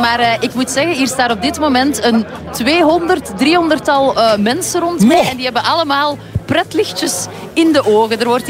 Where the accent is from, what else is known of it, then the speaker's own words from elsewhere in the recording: Dendermonde, East Flanders, Belgium; Ja, ik ben zelf van Dendermonde, dus ik heb geen flauw idee.